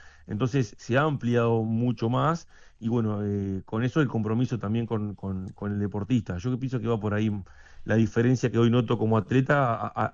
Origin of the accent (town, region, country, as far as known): Uruguay